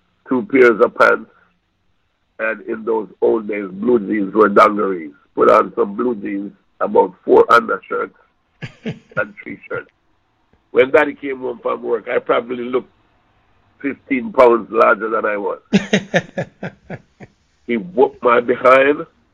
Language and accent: English; Clark's Town, Trelawny, Jamaica; I was born in Clarkstown, Trelawny, right in the middle of the sugar belt.